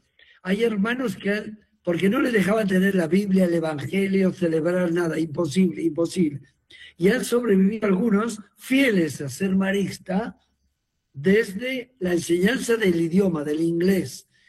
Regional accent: Spain; now in Argentina; siendo español

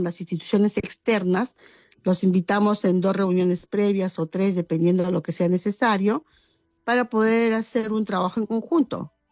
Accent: Peru; porque justo como buenos peruanos, el día 30 queremos venir a echar la cartita al pozo

